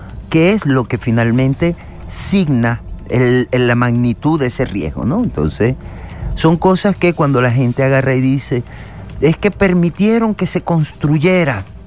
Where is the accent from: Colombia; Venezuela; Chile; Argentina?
Venezuela; no solo en La Guaira, en Caracas, sino a todos nosotros y nosotras como venezolanos dentro de nuestra psique